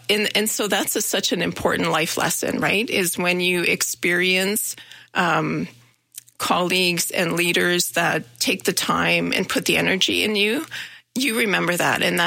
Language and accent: English; Manitoba, Canada; now in Calgary, Canada; I'm originally from Manitoba, and I came to SAIT, and I remember driving to Calgary. And so everything's new. I didn't know anybody.